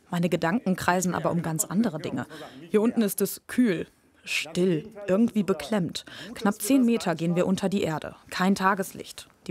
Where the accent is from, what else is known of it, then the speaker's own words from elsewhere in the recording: Auenhausen, Germany; Hier bin ich groß geworden. Auenhausen, mein Heimatdorf. Viel los ist hier nicht.